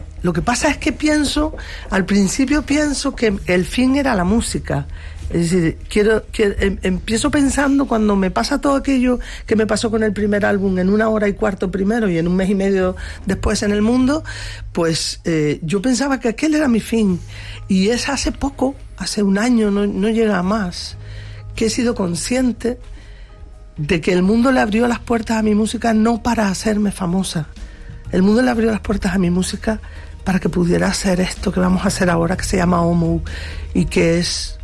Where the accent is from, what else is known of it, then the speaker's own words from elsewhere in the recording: Lanzarote, Canary Islands, Spain; moved away; En mi tierra hasta hace poco, y yo creo que en la tierra nuestra en general, no solamente en Lanzarote o en Canarias